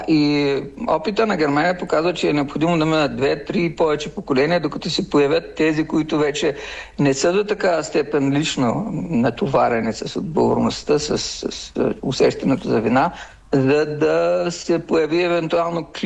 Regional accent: Bulgaria; съм от Източна България, където има много турци

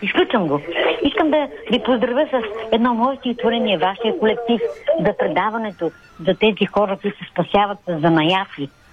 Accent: Plovdiv, Plovdiv Province, Bulgaria; Аз дойдох от Пловдив, сладичка, младичка, в захарния завод

